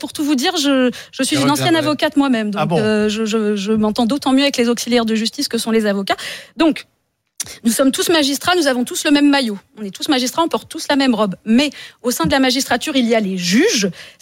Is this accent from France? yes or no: yes; Occitanie, France; born there; j'ai signé mon roman dans ma région natale qui est le Tarn.